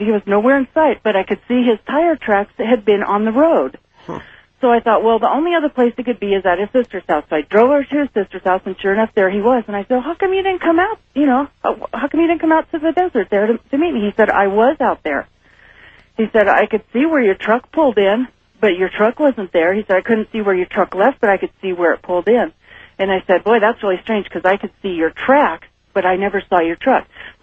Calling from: Carson City, Nevada, United States; hi. I'm calling from Carson City.

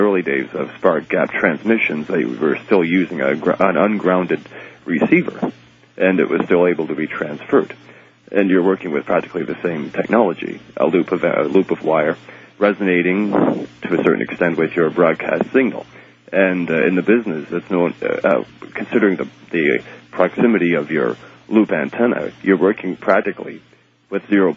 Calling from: Tilbury, Ontario, Canada; calling from Tilbury, Ontario.

